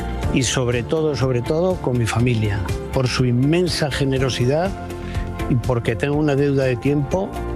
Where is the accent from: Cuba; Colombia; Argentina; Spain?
Spain; Asturias; Que sea mi tierra la que me concede este reconocimiento, me hace pensar que al menos en parte algo de ese compromiso he conseguido llegar a cabo.